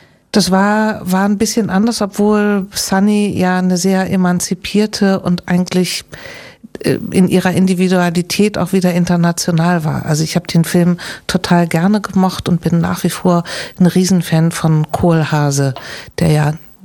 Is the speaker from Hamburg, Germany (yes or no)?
yes; Hamburg, Germany; das sage ich als Hamburgerin.